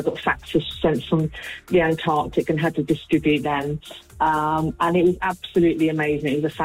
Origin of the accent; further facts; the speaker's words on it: Cambridge, East of England, United Kingdom; now in Falmouth area, Cornwall, United Kingdom; Originally, I'm from Cambridge.